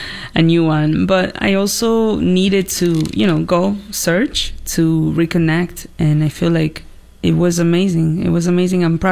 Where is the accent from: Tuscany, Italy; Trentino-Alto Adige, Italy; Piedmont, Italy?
Piedmont, Italy; born or raised there; accent: Piemontese; English is a second language; moved away as an adult; also born or lived in Dominican Republic